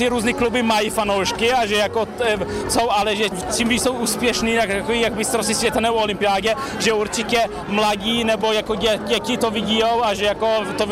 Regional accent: Switzerland; No ze Švýcarska.

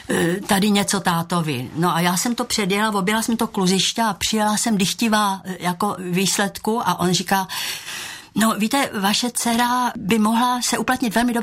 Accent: Ostrava, Moravian-Silesian Region, Czechia; born there; Já jsem chodila do takové sportovní krasobruslářské školy jako dítě v Ostravě.

